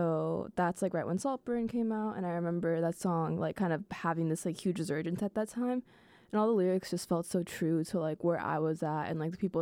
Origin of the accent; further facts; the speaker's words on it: Katy, Texas, United States; moved away as an adult; now in Austin, United States; I'm from Katy, so like a suburb of Houston. I like to call it fake Houston, but yeah, it's like super car dependent